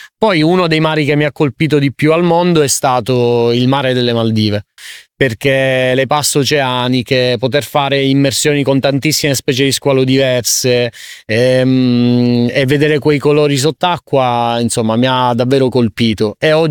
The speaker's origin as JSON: {"language": "Italian", "region": "Sicily", "country": "Italy", "tie": "born or raised there", "said": "Io da siciliano sono cresciuto nel mare della Sicilia, ho avuto tante esperienze in mare"}